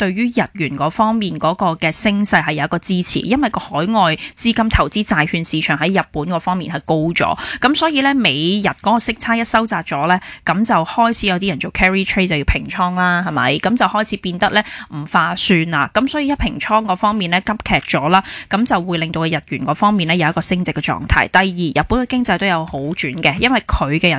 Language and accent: Cantonese; Hong Kong; 我哋香港人好勤力，